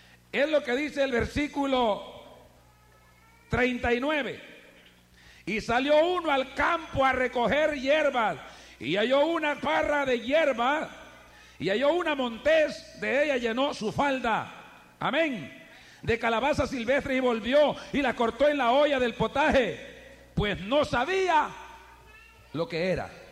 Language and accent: Spanish; Eastern El Salvador, El Salvador; Bueno, somos salvadoreños orientales, tiene que ser el mismo nombre.